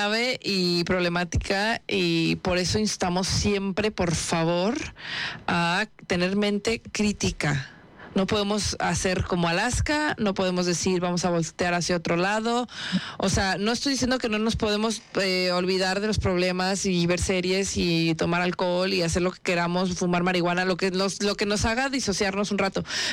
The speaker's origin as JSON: {"language": "Spanish", "country": "Mexico", "said": "Esa es la mezcla que nosotros traemos adentro como orgullosos mexicanos."}